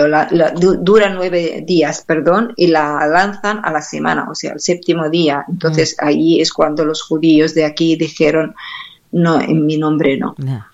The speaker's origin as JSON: {"language": "Spanish", "country": "Palestine", "moved": "as an adult", "lives_now": "Catalonia, Spain", "said": "yo decía soy palestina, from Palestine"}